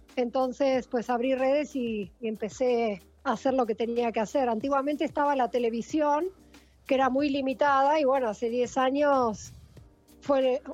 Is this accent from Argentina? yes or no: yes; Argentina; moved away as an adult; now in Miami, United States; Yo soy argentina, así es.